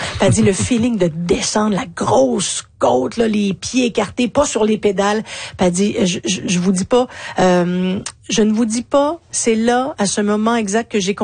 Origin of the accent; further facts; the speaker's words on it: Montreal, Quebec, Canada; born there; Je suis née à NDG, Notre-Dame-de-Grâce, à Montréal.